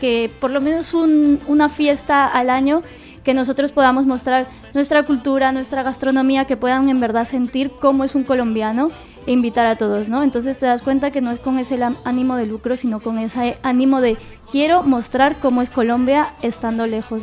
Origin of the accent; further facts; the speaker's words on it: Peru; moved away; Yo soy de Perú